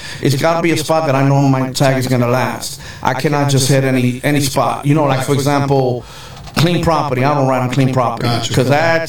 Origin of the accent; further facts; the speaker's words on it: New York, United States; You know, born and raised in New York, bro.